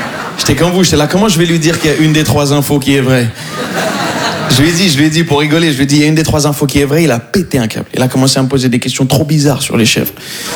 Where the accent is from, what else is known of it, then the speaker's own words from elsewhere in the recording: Morocco; Je suis marocain. Et ouais, voilà, ça se voit pas du tout.